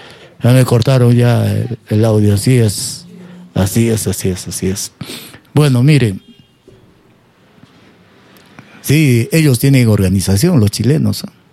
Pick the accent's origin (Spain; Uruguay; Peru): Peru; Pero nosotros somos emotivos, los peruanos.